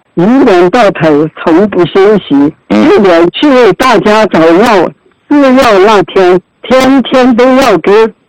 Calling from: Suining, Sichuan, China; 我是来自四川肃宁的一位学员。

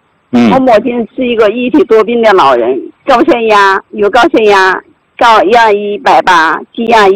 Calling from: Guangzhou, Guangdong, China; 我是来自广东广州地区的，

